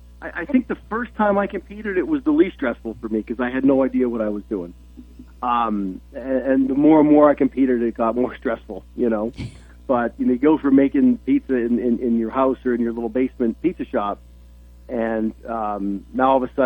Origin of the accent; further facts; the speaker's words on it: Nesquehoning, Pennsylvania, United States; now in Pittston, United States; I am from a small little town in northeastern Pennsylvania called Nesquehoning.